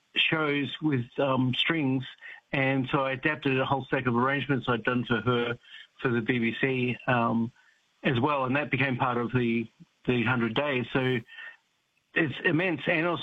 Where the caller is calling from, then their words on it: Canada; Good morning from Canada, and I have to tell you that I grew up on Chico Rolls and I love them.